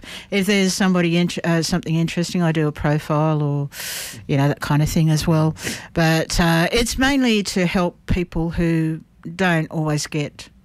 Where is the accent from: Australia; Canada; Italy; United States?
Australia; Tamworth, New South Wales; also born or lived in Central Coast; But I was raised in Tamworth and on the Central Coast of New South Wales.